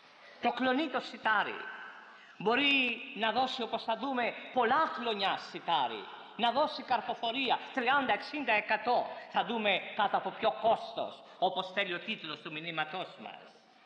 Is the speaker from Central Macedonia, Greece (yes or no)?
no; Corfu, Ionian Islands, Greece; Και είναι ακριβώς αυτό για το οποίο έψαχνα χρόνια πολλά στο νησί μου, στην Κέρκυρα.